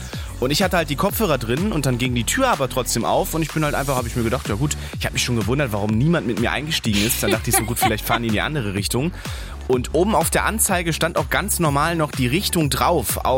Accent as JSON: {"language": "German", "region": "Berlin", "country": "Germany", "tie": "born or raised there", "said": "Da war ich noch zu Hause in Berlin, ja. In meiner Heimat."}